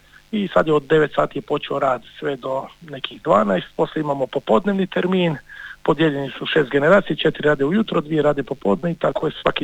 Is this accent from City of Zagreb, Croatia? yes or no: no; Cres, Primorje-Gorski Kotar County, Croatia; za nas Cresane